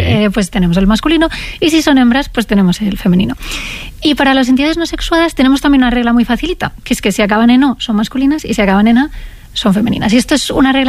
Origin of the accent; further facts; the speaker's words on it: Madrid, Community of Madrid, Spain; Yo soy más de Madrid que el lugar